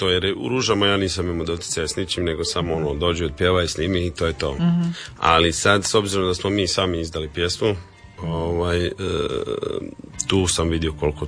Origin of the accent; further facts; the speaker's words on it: Pag, Zadar County, Croatia; Rodom sam ja sa Paga. A tamo u krugu Zadra, tu u Vrsima, baš imamo apartman